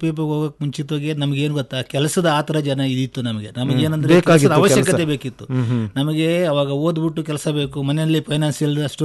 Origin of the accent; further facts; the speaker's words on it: Mandya district, Karnataka, India; moved away as an adult; also born or lived in Bengaluru; now in Mysuru, India; ಹರಗಿನ ನನ್ನ ಊರು ಹರಗಿನಮೇಳೆ, ತಗ್ಗಳ್ಳಿ ದಾಖಲೆ, ಕೊಪ್ಪ ಹೋಬಳಿ, ಮದ್ದೂರು ತಾಲೂಕು, ಮಂಡ್ಯ ಡಿಸ್ಟಿಕ್ಕಲ್ಲಿ ರೈತ ಕುಟುಂಬದಿಂದ ಬಂದಂಥವನು. ಹೆಚ್ಚಿಗೆ ನಮ್ಮ ಹಳ್ಳಿಯಿಂದ ಬಂದಂಥ ನಾವು ಗ್ರಾಮೀಣ ಪ್ರತಿಭೆ.